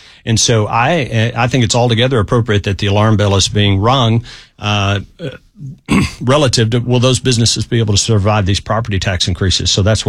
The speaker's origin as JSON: {"language": "English", "region": "Texas", "country": "United States", "moved": "yes", "lives_now": "Nashville, United States", "said": "I'm from Central Texas near Austin."}